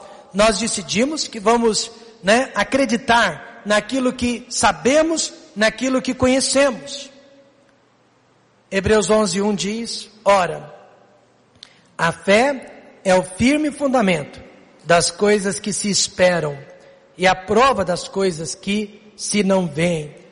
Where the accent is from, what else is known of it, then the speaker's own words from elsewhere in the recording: Ribeirão Preto, São Paulo, Brazil; born there; moved away as an adult; now in Goiânia, Brazil; no meu caso, Igreja Batista Independente de Ribeirão Preto. Igreja onde eu cresci